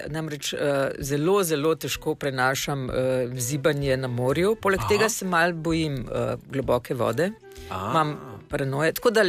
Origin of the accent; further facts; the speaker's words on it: Ljubljana, Central Slovenia, Slovenia; mi smo iz Ljubljane.